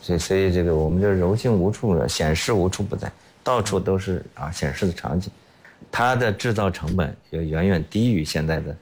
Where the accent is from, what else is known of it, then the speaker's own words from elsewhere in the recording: China; 我们中国人